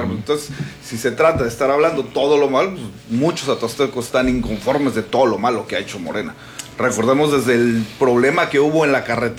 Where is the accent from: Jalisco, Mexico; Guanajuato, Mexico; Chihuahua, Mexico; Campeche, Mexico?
Campeche, Mexico; Ciudad del Carmen; los tres somos de Carmen